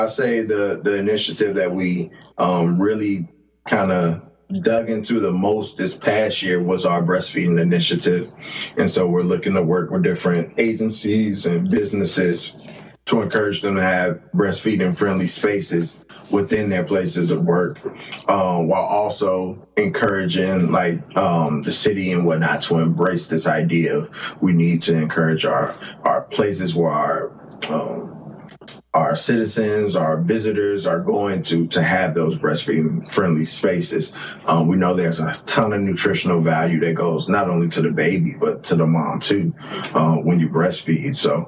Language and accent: English; Gary, Indiana, United States; I'm from Indiana